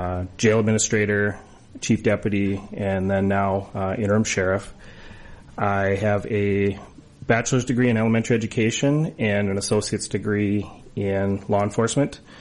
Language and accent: English; Bloomington, Minnesota, United States; now in Cook County, United States; So I grew up in Bloomington, Minnesota, moved up to Cook County in 2003 with my wife, who grew up here.